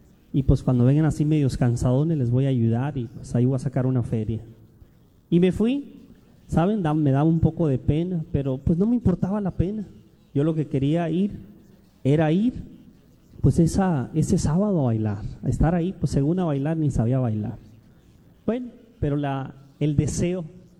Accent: Tijuana, Baja California, Mexico; born there; yo soy nacido en Tijuana.

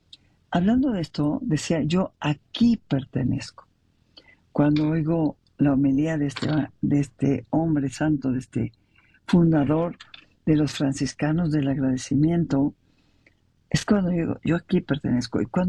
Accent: Mexico; Nos dividieron como mexicanos, diciéndonos que había pobres y había ricos.

